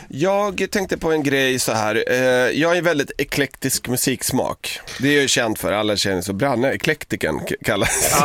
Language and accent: Swedish; Akalla, Stockholm County, Sweden; Jag är uppväxt i Akalla, känt som liksom så lilla Iran, kan man väl nästan säga.